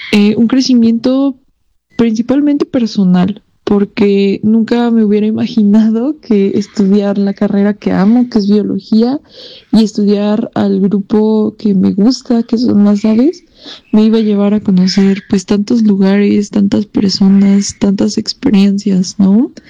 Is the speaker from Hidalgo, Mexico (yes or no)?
yes; Tulancingo, Hidalgo, Mexico; me voy representando pues a mi ciudad principalmente, que es Tulancingo, a mi estado, que es Hidalgo, e inclusive me voy representando a México